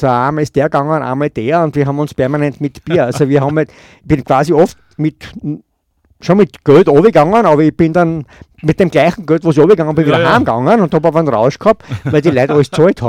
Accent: Styria, Austria; Also ich bin aus Kohlsdorf gekommen

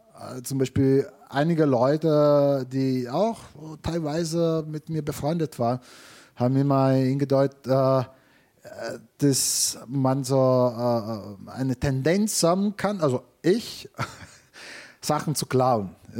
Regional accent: Italy; was mich betrifft als Italiener, solange ich ein guter Italiener bin, das passt

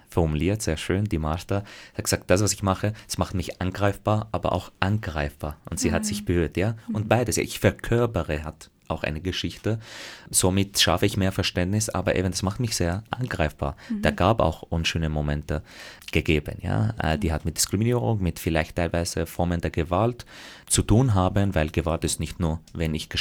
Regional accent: Graz, Styria, Austria; ich komme aus Graz, wenn ich wo unterwegs war, dann war gleich die Frage, wo ich so wirklich her?

